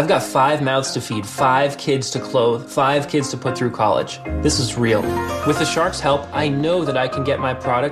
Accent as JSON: {"language": "English", "town": "Newton", "region": "Massachusetts", "country": "United States", "said": "I'm from Newton, Massachusetts."}